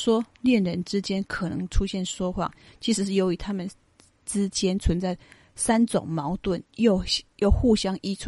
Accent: China; 这边的面子就是我们中国人所谓的面子

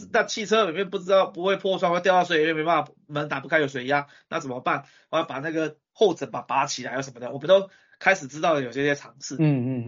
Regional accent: Taiwan; 我们台湾人民

